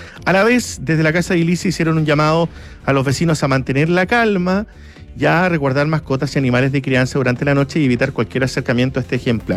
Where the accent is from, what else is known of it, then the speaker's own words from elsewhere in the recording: Magallanes, Chile; yo vengo de la región de Magallanes y allá los avistamientos de pumas son bastante seguidos